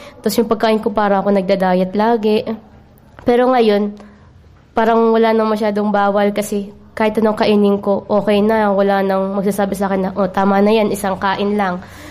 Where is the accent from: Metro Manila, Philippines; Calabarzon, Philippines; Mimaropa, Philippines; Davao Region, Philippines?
Calabarzon, Philippines; Lucban, Quezon; mula sa Lokman, Quezon, Barangay Ayuti.